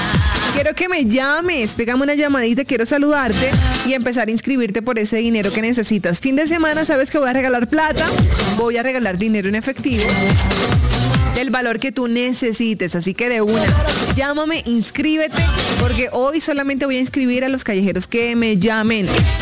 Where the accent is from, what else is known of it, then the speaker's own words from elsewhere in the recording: Barranquilla, Atlántico, Colombia; Nada, me fui a la ciudad de Barranquilla, sabes que soy de allá, tenía tiempo sin visitar a mi papá y merecía también saludar a mi gordito, a mi papá, a mi hermana.